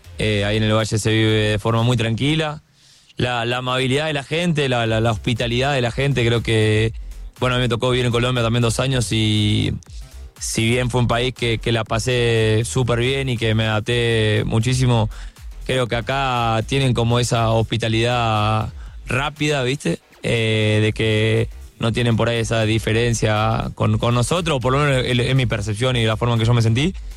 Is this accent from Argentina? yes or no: yes; Argentina; moved away as an adult; now in Ecuador; Yo soy muy argentino, yo siempre lo digo. Yo extraño mucho a mi país porque la verdad que soy muy de allá, ¿viste?